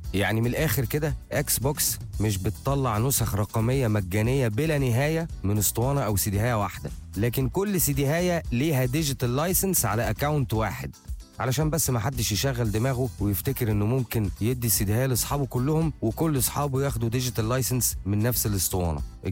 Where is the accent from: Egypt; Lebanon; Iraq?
Egypt; عندنا في مصر